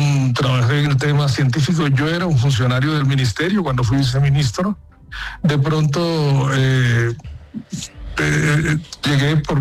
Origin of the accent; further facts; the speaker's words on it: Montería, Córdoba, Colombia; born there; Nací en Montería.